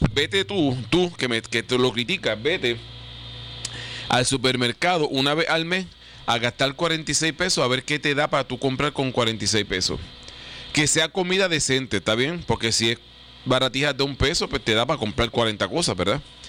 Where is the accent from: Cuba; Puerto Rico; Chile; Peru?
Puerto Rico; yo no quiero ver a mi pueblo, a mi país, a mi gente con necesidades de alimentación